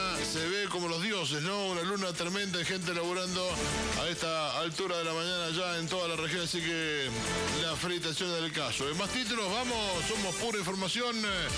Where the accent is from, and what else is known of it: Argentina